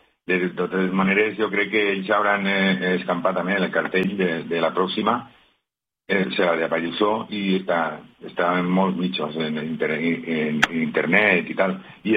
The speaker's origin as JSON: {"language": "Catalan", "town": "Onda", "region": "Valencian Community", "country": "Spain", "said": "hem seguit molt de prop lo de l'incendi, jo soc de Onda i també ho he sentit en primera persona"}